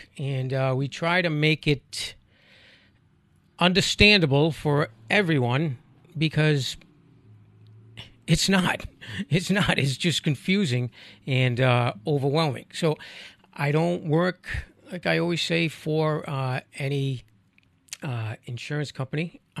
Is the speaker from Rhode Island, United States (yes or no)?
yes; Rhode Island, United States; accent: Rhode Island; So I try my hardest to not project my Rhode Island accent, I guess.